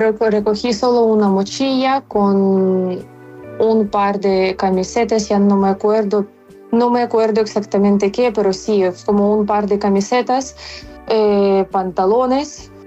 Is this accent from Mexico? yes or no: no; Ukraine; Spanish is a second language; moved away as an adult; now in Barcelona, Spain; yo escribí a todos los clubes de gimnasia rítmica en Barcelona y alrededor de Barcelona, que soy entrenadora de Ucrania. Y llegué a Barcelona en día 1 de marzo